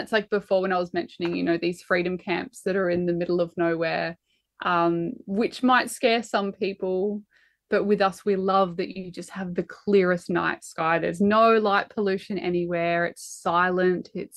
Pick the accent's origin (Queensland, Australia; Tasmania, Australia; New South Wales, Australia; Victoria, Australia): Victoria, Australia; Melbourne; I grew up in Melbourne